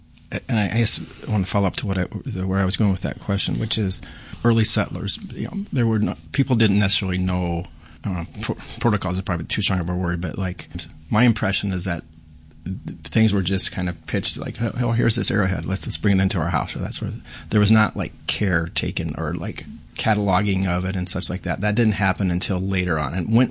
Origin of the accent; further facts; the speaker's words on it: Correctionville, Iowa, United States; And I grew up with relatives in the Correctionville area